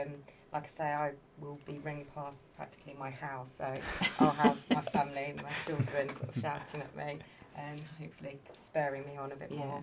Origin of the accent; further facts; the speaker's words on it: Peterborough, East of England, United Kingdom; born or raised there